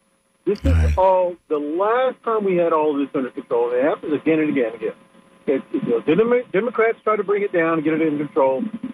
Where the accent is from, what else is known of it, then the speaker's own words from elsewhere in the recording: Oklahoma, United States; moved away as an adult; You know, I'm from Oklahoma originally, transferred here in 92.